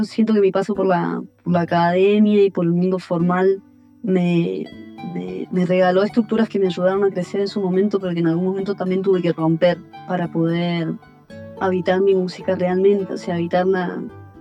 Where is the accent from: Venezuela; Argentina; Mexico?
Argentina; de la tierra, de Argentina, la tierra en la que crecí y que me nutrió con tanto arte